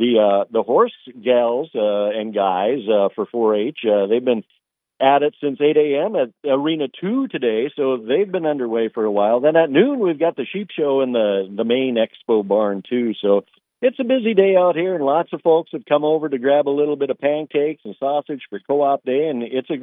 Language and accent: English; Williston, North Dakota, United States; growing up in Williston, I'm familiar with Fort Union, Fort Buford